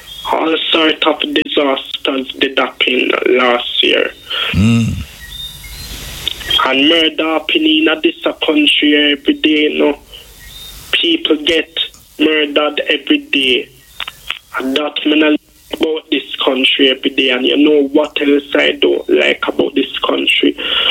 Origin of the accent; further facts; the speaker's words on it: Jamaica; some of we as Jamaican people